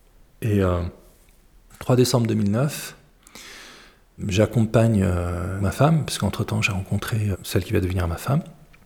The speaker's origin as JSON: {"language": "French", "country": "Algeria", "moved": "yes", "lives_now": "Aubusson, France", "said": "ne pas me renvoyer vers mon pays d'origine, parce qu'il y a des risques avérés que je sois exposé à des traitements dégradants inhumains, si jamais je devais regagner l'Algérie"}